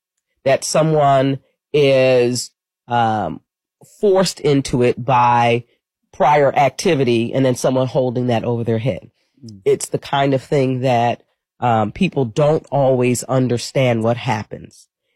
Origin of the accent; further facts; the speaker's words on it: Queens, New York, United States; I'm a New Yorker. Been here for 32 years, but I'm still a New Yorker. Grew up in Queens, New York, and family of law enforcement folks.